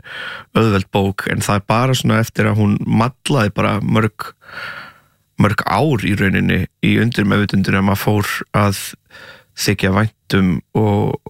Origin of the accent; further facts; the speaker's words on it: Portugal; now in Iceland; náttúrulega ólst upp í Portugal